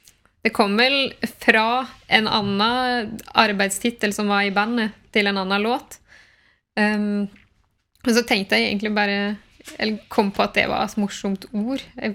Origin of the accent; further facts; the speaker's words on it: Breim, Vestland, Norway; Det finnes i Breim der jeg kommer ifra.